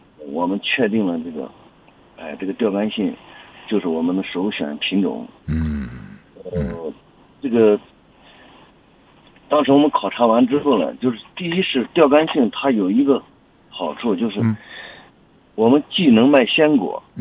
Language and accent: Chinese; Shandong, China; accent: Shandong; now in Aksu, Xinjiang, China; 因为我本身也是内地过来的，我山东人。